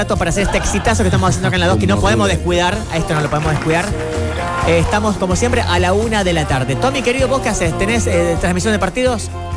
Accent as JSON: {"language": "Spanish", "town": "San Isidro", "region": "Córdoba", "country": "Argentina", "said": "yo soy de San Isidro, sí, tengo mi casa allá, en el Valle de Parabachasca, pasando en Izacate"}